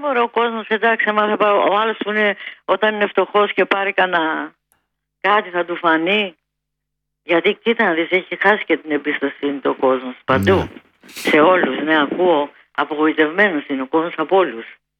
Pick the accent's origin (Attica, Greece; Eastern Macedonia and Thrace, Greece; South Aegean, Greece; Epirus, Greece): Attica, Greece; Athens; born there; Γεννήθηκα στο Παγκράτη